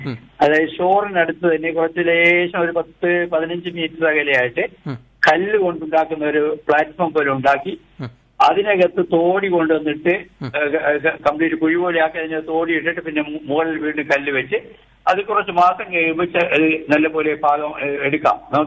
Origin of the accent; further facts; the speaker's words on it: Amini, Lakshadweep, India; born there; ഞാൻ കല്ലക്കിയക്കല്ല് പുറാക്കര എന്നുള്ള ശേരിയില് കല്ലക്കിയക്കൽ എന്ന വീട്ടിലാണ് ഞാൻ ജനിച്ചത്.